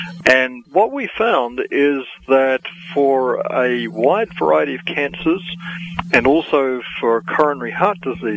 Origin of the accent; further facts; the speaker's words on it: New Zealand; moved away as an adult; now in United States; I grew up in New Zealand, and I count myself fortunate that my parents had actually become Christians, Seventh-day Adventist Christians, prior to my birth, not too long before.